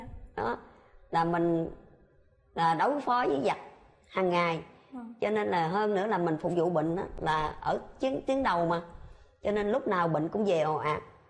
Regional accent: Cu Chi, Ho Chi Minh City, Vietnam; quê hương Củ Chi.

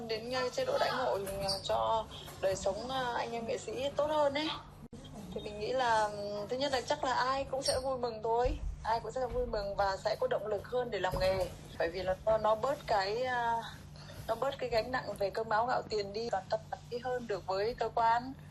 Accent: Northern Vietnam, Vietnam; Thật ra là không phải mình chị đâu, mà các nghệ sĩ ở ngoài Bắc vào hay được giải cao lắm

